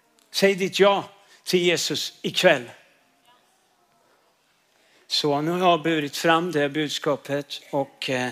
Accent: Linköping, Östergötland, Sweden; accent: Östgötska; Jag är från Linköping, så idag kommer ni få lyssna på Guds ord på östgötska.

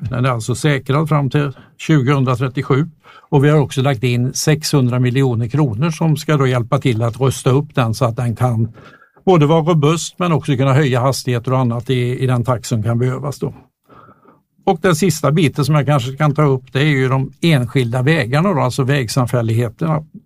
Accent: Mariestad, Västra Götaland County, Sweden; från Mariestad. Jag är i grund och botten lantbrukare där i tredje generationen tillsammans med min bror utanför Mariestad.

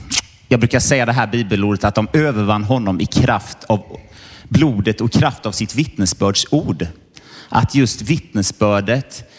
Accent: Mullsjö, Jönköping County, Sweden; now in Jönköping, Sweden; från början kommer jag faktiskt från Mullsjö, så jag är västgöte.

